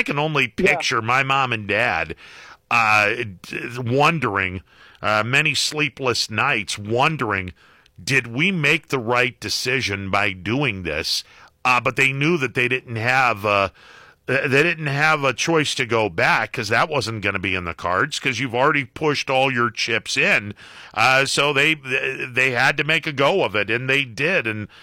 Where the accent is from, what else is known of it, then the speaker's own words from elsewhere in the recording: Ohio, United States; when I was growing up in Applewood Acres, which is behind 224